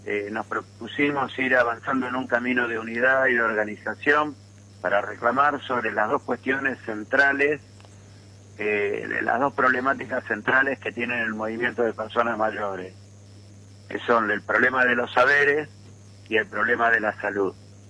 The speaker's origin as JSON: {"language": "Spanish", "town": "San Martín", "region": "Buenos Aires Province", "country": "Argentina", "said": "Sí, sí, yo soy de acá de San Martín, provincia de Buenos Aires."}